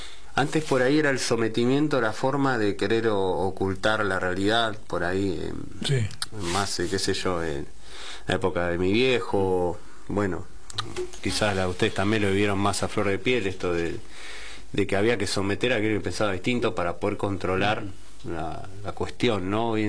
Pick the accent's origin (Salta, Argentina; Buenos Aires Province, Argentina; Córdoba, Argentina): Buenos Aires Province, Argentina; San Francisco Solano; toda la infancia en Solano, San Francisco Solano, la Florida, así que. Pero sí, según mi mamá nací en una. En un sanatorio que se llamaba Eva Perón.